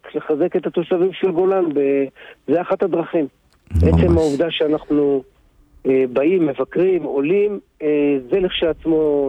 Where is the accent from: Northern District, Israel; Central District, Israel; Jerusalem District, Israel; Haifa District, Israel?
Jerusalem District, Israel; born there; moved away as an adult; now in Kanaf, Golan Heights; נולדתי באזור אולי ירושלים במושב המנדה, אבל מגיל קטן מיטה א', פחות או יותר. בשנת 88 עלינו לגולן